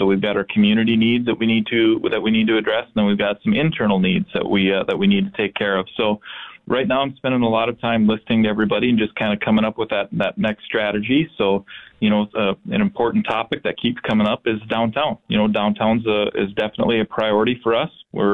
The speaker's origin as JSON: {"language": "English", "region": "North Dakota", "country": "United States", "tie": "born or raised there", "said": "So definitely consider myself a local, kind of born and raised in North Dakota, just a small town not too far from Fargo."}